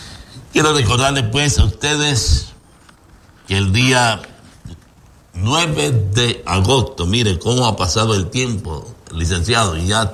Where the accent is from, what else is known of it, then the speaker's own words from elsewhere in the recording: Chiriquí, Panama; now in David, Panama; hacia mi pueblo, hacia mi ciudad, porque te saludo a toda la iglesia en los Jaramillos, en los Palmiras